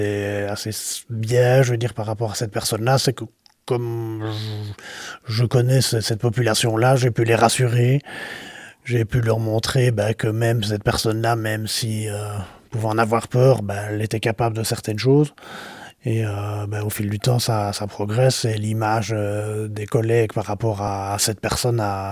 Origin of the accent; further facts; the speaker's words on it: Liège, Wallonia, Belgium; en tant que liégeois